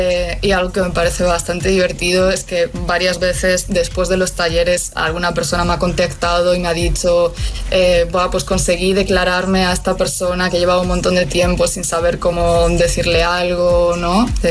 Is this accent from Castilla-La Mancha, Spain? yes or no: no; Galicia, Spain; now in Málaga, Spain; de hecho ahora mismo estoy en Málaga, pero yo soy de Galicia, así que me he movido bastante